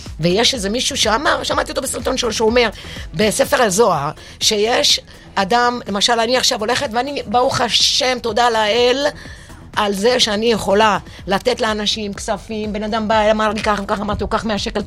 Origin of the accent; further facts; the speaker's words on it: Yarhiv, Central District, Israel; moved away as an adult; also born or lived in United States; אני מושבניקית.